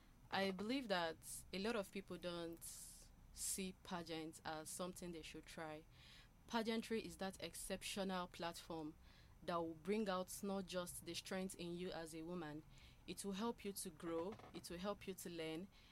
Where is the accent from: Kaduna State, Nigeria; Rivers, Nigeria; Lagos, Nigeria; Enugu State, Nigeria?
Enugu State, Nigeria; Egede; I am from Egede in Udi local government area of Enugu State, Nigeria.